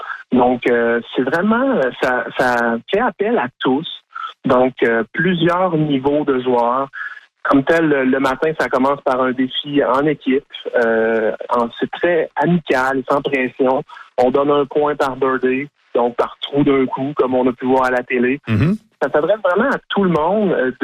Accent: Saint-Grégoire, Quebec, Canada; c'est ma région. Donc, mm-hmm. Je viens de Saint-Grégoire.

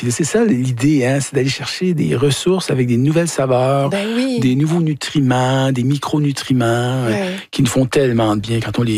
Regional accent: Saint-Ambroise-de-Kildare, Quebec, Canada; J'ai commencé dans notre boisé, là, adjacent au verger d'Arbranois chez nous, à Saint-Ambroise-de-Cuidère.

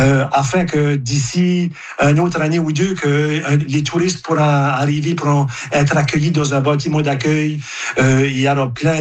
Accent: Saint-Louis-de-Kent, New Brunswick, Canada; Et c'est pour ça que chez nous, à Saint-Louis-de-Kent, il y a 24 pionniers là, qui ont arrivé à partir de 1797, 98, 99, etc.

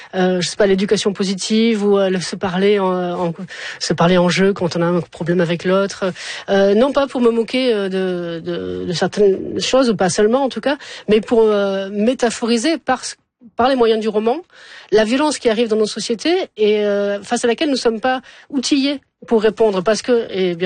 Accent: Montpellier, Occitanie, France; born there

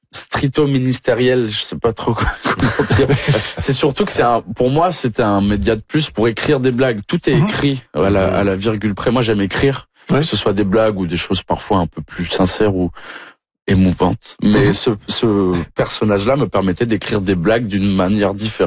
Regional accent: Toulouse, Occitanie, France

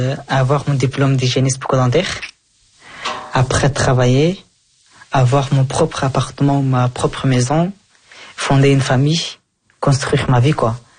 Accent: Afghanistan; now in Belgium; Oui, oui, j'ai eu ma nationalité depuis l'année passée. Je suis plus afghan maintenant, je suis Belge.

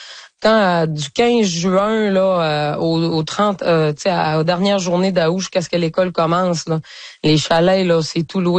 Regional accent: La Doré, Quebec, Canada; moved away as an adult; on a fait un retour en région. Moi, je suis native de la Dorée. Et puis, c'est ça, je suis revenue au printemps 2024.

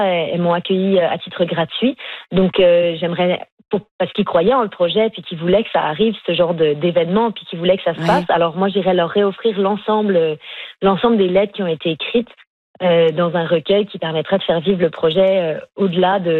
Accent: Montreal, Quebec, Canada; J'ai grandi au Québec et puis j'ai souvent, et à Montréal en fait, j'ai souvent eu l'impression que l'aspect maritime, si je voulais le retrouver, c'était toujours de retourner en Bretagne.

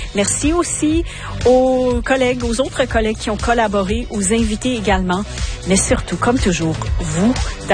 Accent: Baie-Sainte-Marie, Nova Scotia, Canada; J'étais de passage chez moi à la Baie-Sainte-Marie et j'ai découvert le Workshop Café.

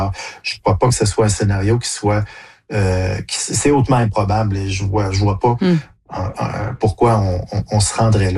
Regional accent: Canada; chez nous au Canada, le délai qu'on a décidé, c'est un délai de 10 jours.

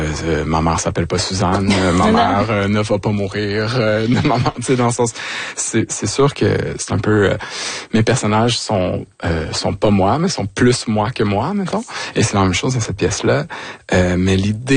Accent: Quebec, Canada; moi je suis retourné dans ma région natale, c'est-à-dire Vaudreuil-Soulanges

